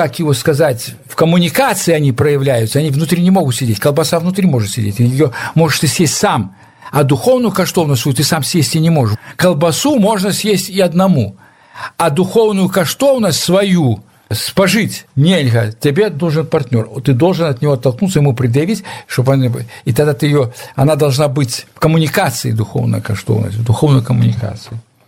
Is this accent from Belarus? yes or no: yes; Belarus; Я доведался то, что я белорус первый раз